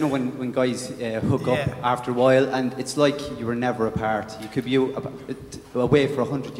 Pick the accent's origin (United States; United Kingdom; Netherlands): Netherlands; Amsterdam, North Holland; from Amsterdam, Holland.